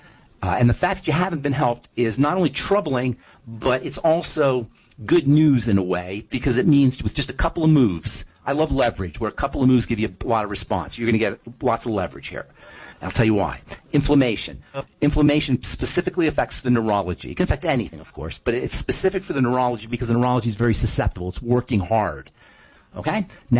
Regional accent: Trenton, New Jersey, United States; I grew up in Trenton. I know all about Philly.

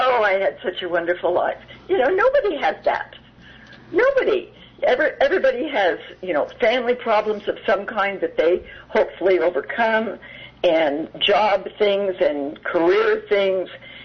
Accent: Yuba City, California, United States; I was a roller skater, I used to skate in my hometown, Yuba City. There wasn't a whole lot to do.

